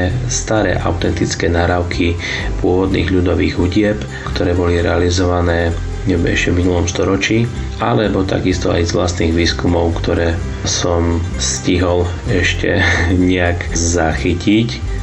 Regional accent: Vranov District, Prešov Region, Slovakia; pochádzam z okresu Vranov a do Zamutova mám veľmi blízko.

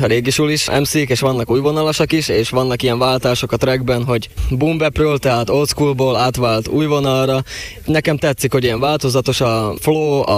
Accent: Nové Zámky, Nitra Region, Slovakia; ez itt Újvár, tehát Érsekújvár, onnan származom, ott nőttem fel, ott születtem

